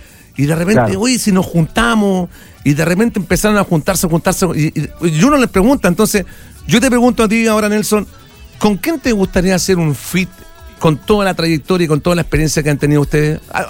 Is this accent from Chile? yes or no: yes; Quintero, Valparaíso, Chile; yo soy de Quintero, igual que Yari